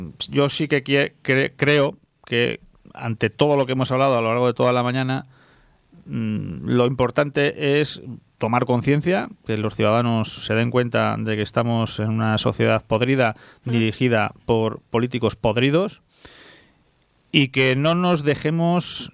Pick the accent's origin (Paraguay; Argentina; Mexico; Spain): Spain; Somos españoles, tenemos una responsabilidad con nuestra patria